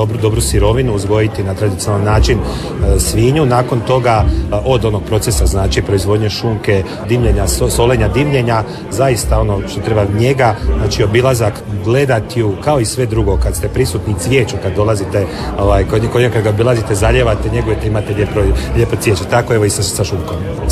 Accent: Piškorevci, Osijek-Baranja County, Croatia; ja sam iz Piškrevaca, ali sam mikanovački zet

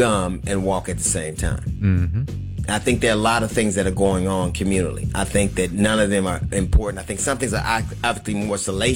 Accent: Los Angeles, California, United States; And even though I grew up in Los Angeles

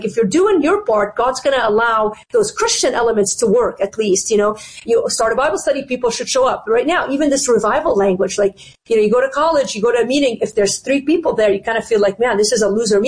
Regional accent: Lebanon; now in Chicago, United States; the Middle East, which is where I'm originally from. I grew up in Lebanon.

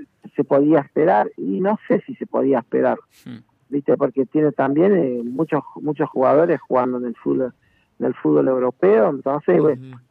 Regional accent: Argentina; Soy argentino. Hace muchos años que estoy acá en la Argentina, vivo acá en La Plata.

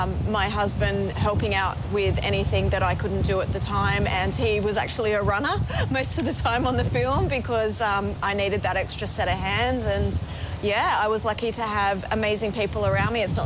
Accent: Sydney, New South Wales, Australia; And it's growing up in Western Sydney.

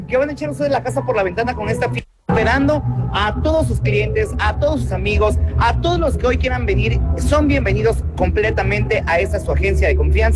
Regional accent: Mexico; traen obviamente consigo este atuendo que nos representa como mexicanos

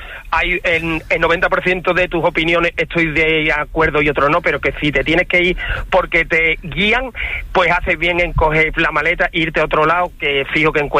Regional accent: Morón de la Frontera, Andalusia, Spain; porque soy del Real Betis Balompié, soy de Morón y soy antisevillista. En mi casa, mis cuñados, mi abuelo, todo el mundo son palanganas del Sevilla

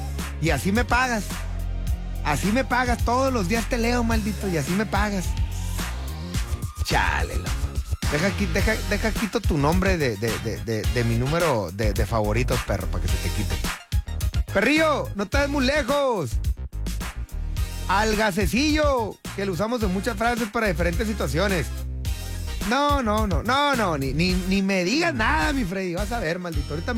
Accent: Mexico; Y soy mexicano y me gusta cafeta.

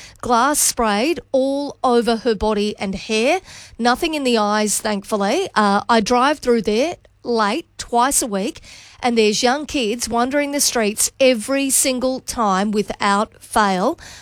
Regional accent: Darwin, Northern Territory, Australia; Katie, it's amazing as a child to immigrants growing up in Darwin that what our parents went through to be the best that they can be for their children.

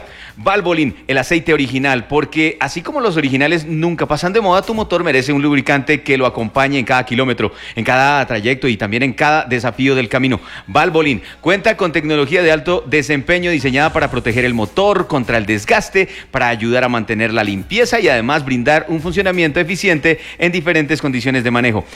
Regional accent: Colombia; porque somos colombianos

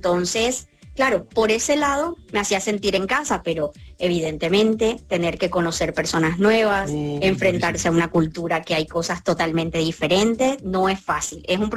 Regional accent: Barranquilla, Atlántico, Colombia; Yo soy de Barranquilla.

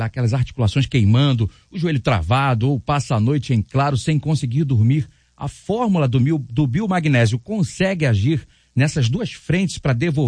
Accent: Rio de Janeiro, Brazil; Bangu, minha cidade natal, onde, meu bairro natal, onde eu fui criado, hein?

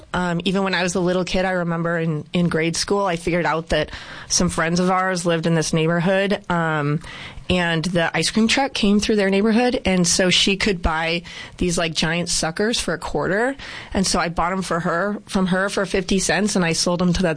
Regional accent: Yuma, Arizona, United States; born there; also born or lived in Laveen, Arizona; I'm originally from Yuma.

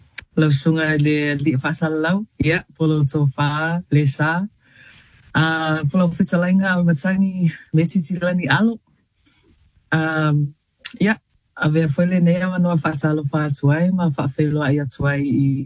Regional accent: Massey, Auckland, New Zealand; I grew up in Massey, West Auckland, and yeah, born and raised in West Auckland. But yeah, grew up, I guess, in a traditional Samoan household.

